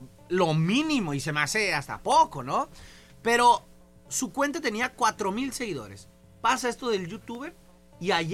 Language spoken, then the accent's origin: Spanish; Mexico; nosotros somos mexicanos